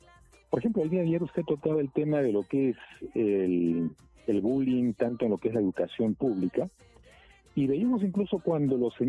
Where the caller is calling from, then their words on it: Peru; como ciudadanos, como peruanos